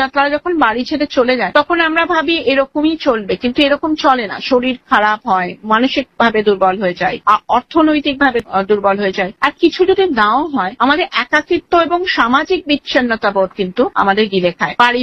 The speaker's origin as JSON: {"language": "Bangla", "town": "Kolkata", "region": "West Bengal", "country": "India", "said": "আমি কলকাতার কথাই বলছি যেহেতু আমি কলকাতা বাসী"}